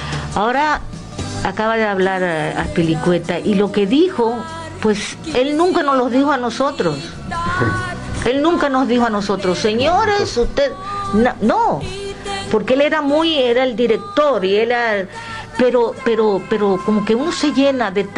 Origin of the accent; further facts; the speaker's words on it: Dominican Republic; moved away as an adult; now in Spain; desde que yo vivía en República Dominicana, de donde soy oriunda y donde nací, antes de haber venido a España a estudiar.